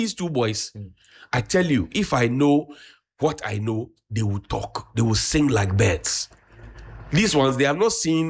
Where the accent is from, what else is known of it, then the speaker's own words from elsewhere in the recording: Accra, Greater Accra, Ghana; I grew up in Abosokan as well.